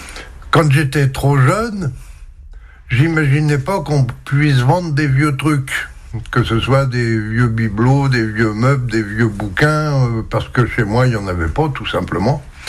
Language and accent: French; Saint-Malo, Brittany, France; j'ai grandi à Saint-Malo